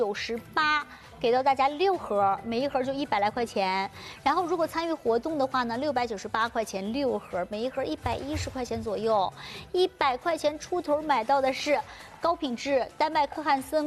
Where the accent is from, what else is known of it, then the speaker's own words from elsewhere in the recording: Shanghai, China; 但是我们上海人是这样的，我们过日子虽然精打细算，非常精明，但是我们对好的东西我们是有执念的